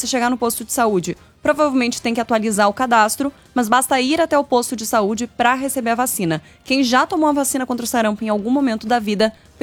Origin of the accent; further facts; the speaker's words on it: Curitiba, Paraná, Brazil; now in São Paulo, Brazil; Eu sou de Curitiba, tá?